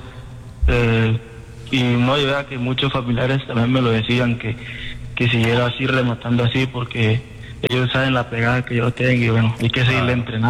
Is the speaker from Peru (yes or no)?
no; Apartadó, Antioquia, Colombia; Yo soy de Apartado, Antioquia.